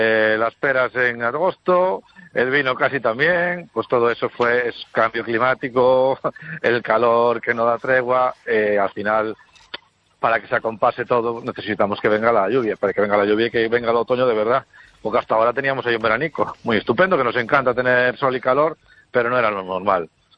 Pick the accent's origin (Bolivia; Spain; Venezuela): Spain; Galicia; nos explicó Galicia en 7 objetos, y yo salí de esa conferencia pensando, joder, qué bonita es mi tierra, cuántas cosas tenemos, qué bonita es la historia